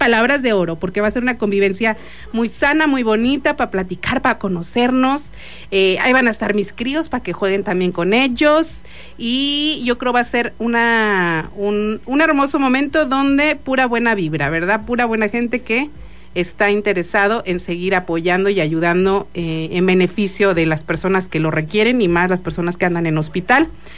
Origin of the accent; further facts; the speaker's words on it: Mexico; Soy mexicano. Es mi bandera.